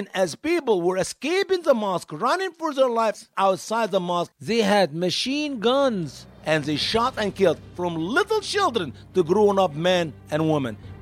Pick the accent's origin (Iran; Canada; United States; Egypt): Egypt; Let me give you just one example here in my home country, Egypt, which took place just last year.